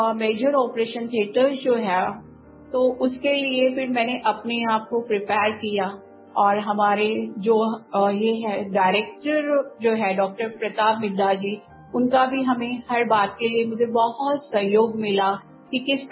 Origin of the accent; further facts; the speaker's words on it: Mumbai, Maharashtra, India; तो मैं तो महाराष्ट्र मुंबई से बिलोंग करती हूँ